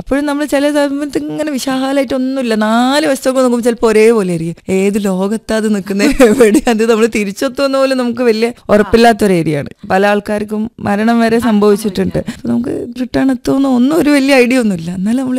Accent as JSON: {"language": "Malayalam", "town": "Koodathai", "region": "Kerala", "country": "India", "tie": "born or raised there", "lives_now": "Thiruvananthapuram, India", "said": "കോഴിക്കോട് താമരശ്ശേരി കൂടത്തായിലാണ്. ഇപ്പം ട്രിവാൻഡ്രത്ത് ഞാനും ഹസ്ബൻഡും കൂടെ സെറ്റിൽ."}